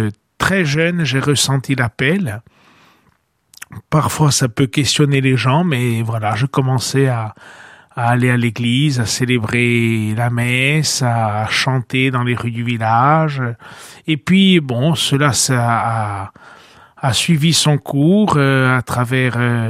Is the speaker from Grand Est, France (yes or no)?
no; Vescovato, Corsica, France; also born or lived in Porto-Vecchio; j'ai grandi à Vinsolasque, mais par mon père, je suis Bastiais.